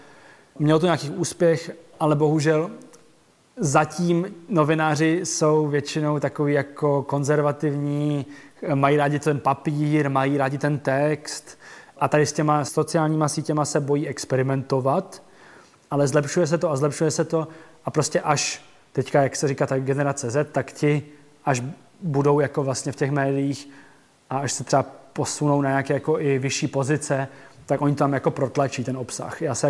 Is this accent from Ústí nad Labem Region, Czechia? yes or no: no; Ostrava, Moravian-Silesian Region, Czechia; Z Ostravy. A právě jsem jako pracoval v Praze, studoval, ale měl jsem jako velkou motivaci se vrátit domů a založit tam tu svoji redakci